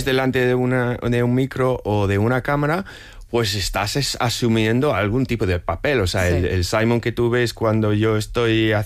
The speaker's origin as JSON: {"language": "Spanish", "country": "United Kingdom", "said": "Pues mira, yo soy el típico británico que mi infancia fue marcada por las vacaciones familiares en España"}